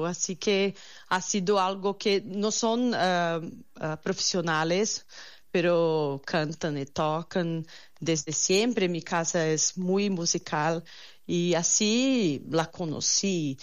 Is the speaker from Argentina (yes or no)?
no; Brazil; Spanish is a second language; somos cinco cantantes de Brasil que actuamos mucho por todo el territorio